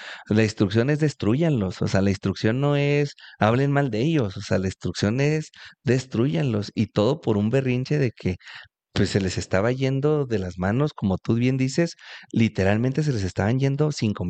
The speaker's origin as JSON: {"language": "Spanish", "region": "Chihuahua", "country": "Mexico", "said": "nos cae mal a la mitad de los chihuahuenses"}